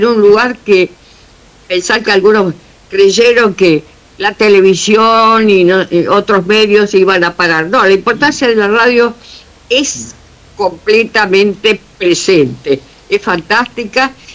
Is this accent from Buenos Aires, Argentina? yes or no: yes; Buenos Aires, Argentina; Yo trabajaba en Buenos Aires, porque siempre viví, soy porteña y siempre viví en Buenos Aires